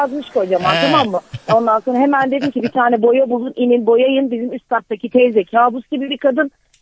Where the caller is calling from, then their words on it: Istanbul, Turkey; İstanbul'dan arıyorum